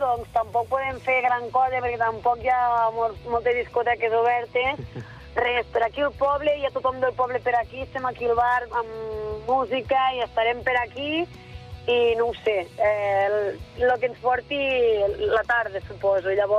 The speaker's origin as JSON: {"language": "Catalan", "town": "Vila-sana", "region": "Catalonia", "country": "Spain", "said": "amb el club del meu poble"}